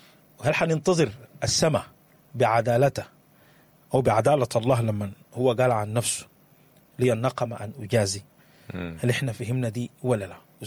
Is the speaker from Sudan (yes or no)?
yes; Sudan; بلدنا السودان